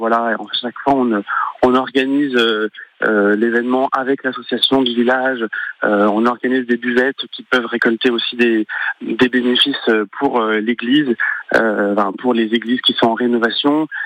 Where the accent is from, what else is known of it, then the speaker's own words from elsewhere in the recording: Corsica, France; moi, je suis originaire de Saint-André-d'Ortine, donc l'un des villages de La Chinarque.